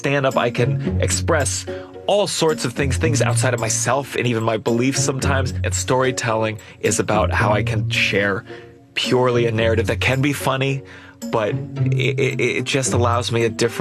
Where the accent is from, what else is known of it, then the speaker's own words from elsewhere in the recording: New York City, New York, United States; I'm from New York City.